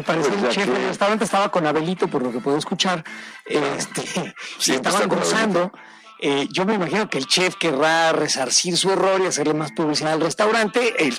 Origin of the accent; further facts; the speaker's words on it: Mexico; seamos lo que somos, mexicanos que estamos orgullosos